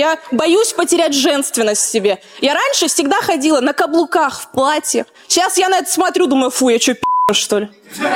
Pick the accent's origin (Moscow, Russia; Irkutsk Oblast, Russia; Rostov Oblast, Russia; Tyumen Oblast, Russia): Rostov Oblast, Russia; Rostov-on-Don; у нас Ростов, знаете, такой город современный, но сильно брутальный